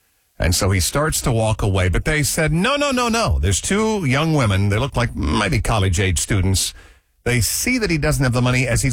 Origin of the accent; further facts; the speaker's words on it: Kokomo, Indiana, United States; I grew up in Kokomo, Indiana.